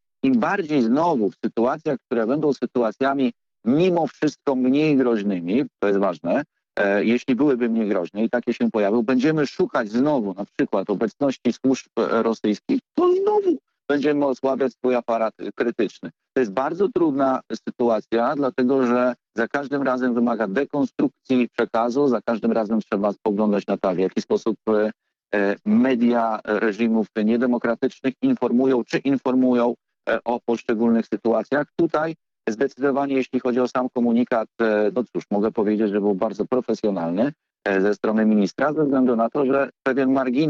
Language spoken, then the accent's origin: Polish; Warsaw, Masovian Voivodeship, Poland; Jestem warszawiakiem od pokoleń